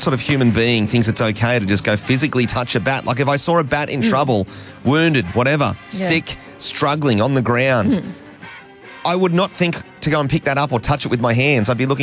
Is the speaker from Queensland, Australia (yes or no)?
no; Dapto, New South Wales, Australia; Growing up in Dapto and in this region, we have a lot of bats